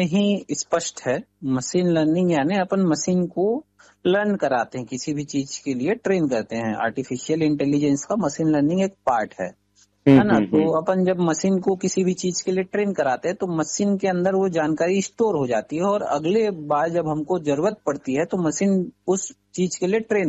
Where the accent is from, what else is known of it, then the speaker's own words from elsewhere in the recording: Sakri, Chhattisgarh, India; मैं मूलतः बिलासपुर के सकरी का निवासी हूँ।